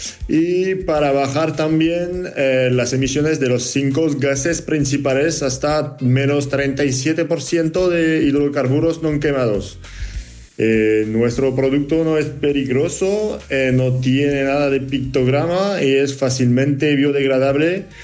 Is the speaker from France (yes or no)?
yes; France; Spanish is a second language; now in Spain; Sí, exactamente, desde España. Soy francés, pero estoy en España ahora mismo, sí.